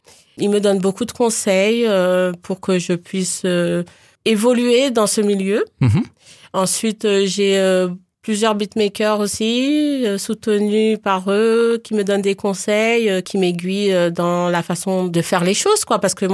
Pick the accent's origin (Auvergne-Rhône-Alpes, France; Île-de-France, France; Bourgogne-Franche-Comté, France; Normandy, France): Île-de-France, France; Paris; Voilà, je suis d'origine guadeloupéenne mais née à Paris. Mm-hmm. J'ai vécu à Paris dans la banlieue parisienne